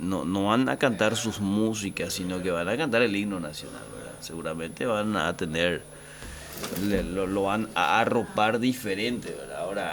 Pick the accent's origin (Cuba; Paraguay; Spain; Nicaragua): Paraguay